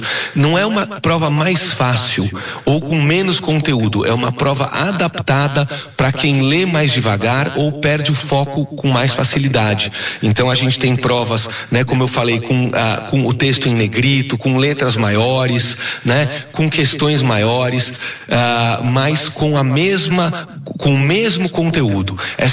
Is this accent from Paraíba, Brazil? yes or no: no; São Paulo, Brazil; also born or lived in Paraná; eu sou de São Paulo, então fui para o Paraná para essa missão.